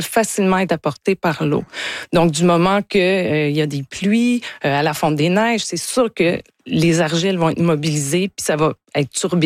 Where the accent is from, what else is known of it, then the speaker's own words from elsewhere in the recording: Quebec, Canada; Puis, en passant, j'ai grandi en Gaspésie, moi.